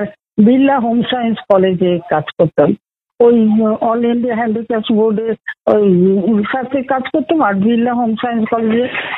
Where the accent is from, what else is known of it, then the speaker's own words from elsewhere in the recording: Santiniketan, West Bengal, India; born there; also born or lived in Chandannagar; তারপরে আমরা শান্তিনিকেতনে এসে সব ক্লাসে এক একজন করে ভর্তি হয়ে গেলাম। আমি তো আনন্দ পাঠশালায় ভর্তি হয়েছিলাম।